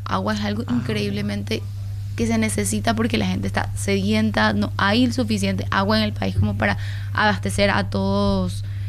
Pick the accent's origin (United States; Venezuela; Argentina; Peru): Venezuela; now in Paraguay; Somos muchos los venezolanos que están abriendo las puertas de sus negocios, de sus casas, para recibir esta ayuda.